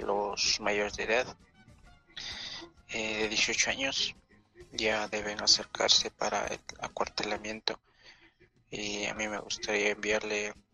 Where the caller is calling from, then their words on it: Otavalo, Imbabura, Ecuador; somos de Otavalo